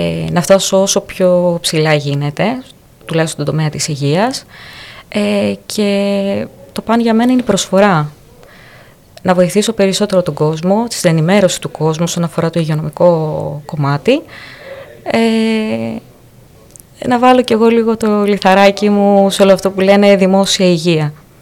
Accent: Greece; να συνεχίσω στον τόπο μου

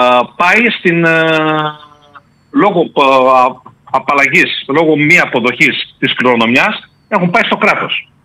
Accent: Greece; μας αρέσει ως Έλληνες

